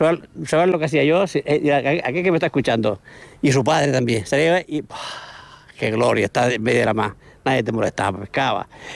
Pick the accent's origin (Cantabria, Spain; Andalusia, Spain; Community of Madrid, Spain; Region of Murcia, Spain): Region of Murcia, Spain; Mazarrón; moved away as an adult; now in Cartagena, Spain; Yo soy de Mazarrón.